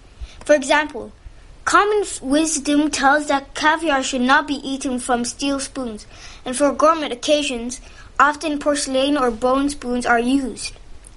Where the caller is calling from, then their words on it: Dubai, United Arab Emirates; I'm calling from Dubai.